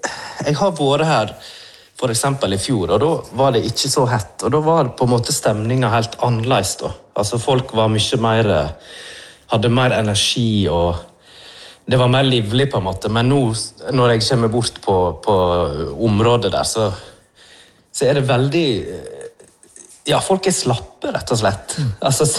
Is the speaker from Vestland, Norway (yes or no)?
yes; Førde, Vestland, Norway; jeg kommer jo fra Førde